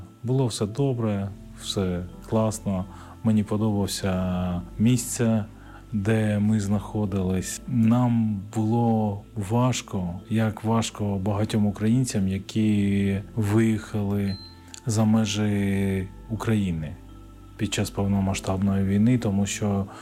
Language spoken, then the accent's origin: Ukrainian; Yerevan, Armenia; born or raised there